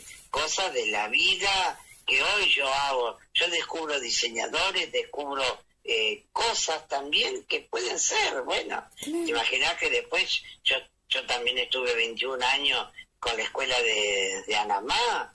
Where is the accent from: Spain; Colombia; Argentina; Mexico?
Argentina; yo como soy argentino